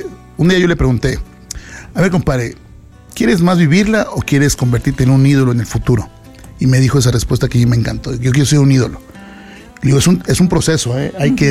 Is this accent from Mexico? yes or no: yes; Mexico; Eso somos los mexicanos.